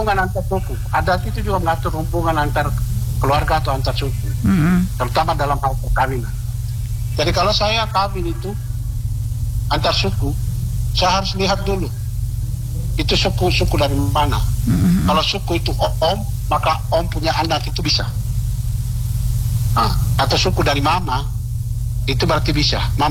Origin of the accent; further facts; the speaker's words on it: Lembata, East Nusa Tenggara, Indonesia; bagi kami orang Lembata, yang setiap tahun kami rutin melaksanakan budaya pesta kacang atau misalnya penangkapan ikan paus atau nale